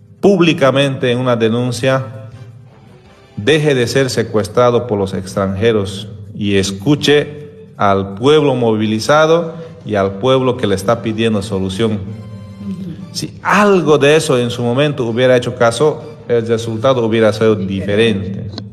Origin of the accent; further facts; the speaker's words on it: Bolivia; Como boliviano, por supuesto, es inaceptable